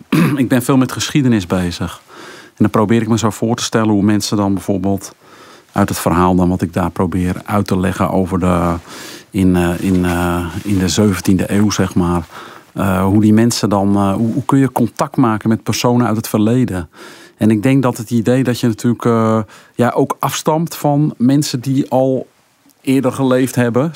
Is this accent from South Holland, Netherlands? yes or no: no; Alkmaar, North Holland, Netherlands; born there; Ja, dat is mijn geboortestad zelfs.